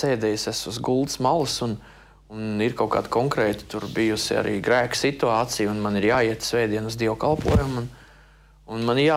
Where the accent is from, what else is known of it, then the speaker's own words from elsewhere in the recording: Ainaži, Limbaži Municipality, Latvia; Ainažos, es esmu no Ainažiem.